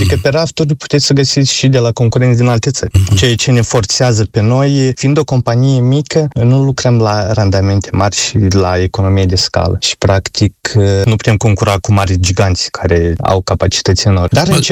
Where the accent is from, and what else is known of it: Moldova